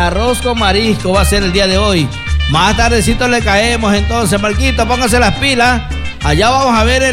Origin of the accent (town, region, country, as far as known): Ecuador